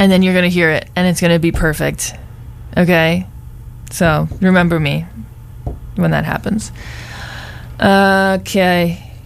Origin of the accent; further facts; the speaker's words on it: Averill Park, New York, United States; I live out in Avril Park. AP, class 2019